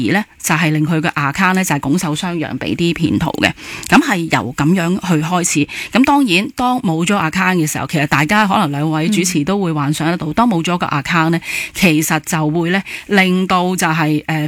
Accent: Hong Kong; 我哋香港人咧，大部分咧都会使用WhatsApp 啦。

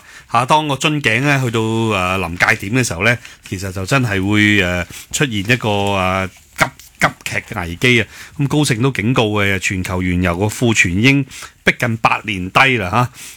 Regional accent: Hong Kong; 我哋香港人

